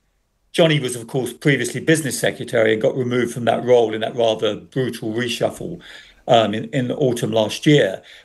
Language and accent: English; Harlow, East of England, United Kingdom; I grew up in Essex, in Harlow Newtown, and everyone in my family were West Ham fans.